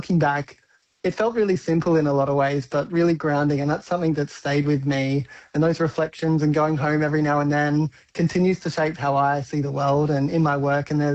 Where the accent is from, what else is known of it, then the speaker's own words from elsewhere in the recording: Katherine, Northern Territory, Australia; moved away; Catherine was a really, really special place to grow up. It was community driven.